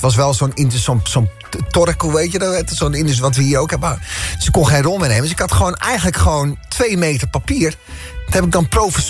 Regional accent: Netherlands; Maar wat denk je, hoeveel wc-rolletjes wij als Nederlanders per jaar bij het oud papier dienen te gooien?

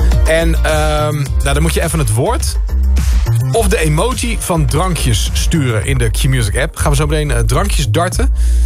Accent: The Hague, South Holland, Netherlands; born there; Maar eerst een ode aan mijn geboortestad. Ik heb hier

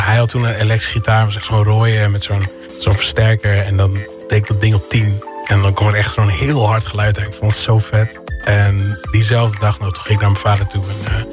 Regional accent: Sint Pancras, North Holland, Netherlands; Ik groeide op in Sint Pancras in Noord-Holland.

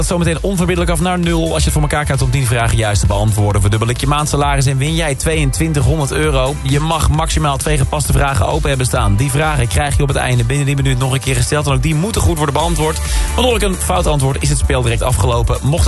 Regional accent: Tilburg, North Brabant, Netherlands; Nou ja, ik ben geboren en getogen in Tilburg. Ja. Mijn ouders die wonen daar nog steeds en mijn vrienden wonen daar.

